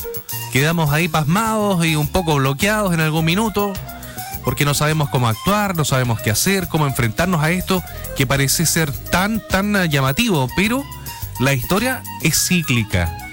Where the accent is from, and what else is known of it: Chile